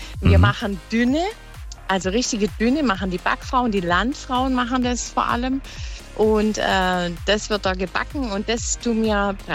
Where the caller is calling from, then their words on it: Donaueschingen, Baden-Württemberg, Germany; Ich komme aus dem Ort Heidenhofen. Das liegt bei Donaueschingen. Wir haben in Donaueschingen 7 Ortsteile und wir sind die kleinste Ortsgemeinde.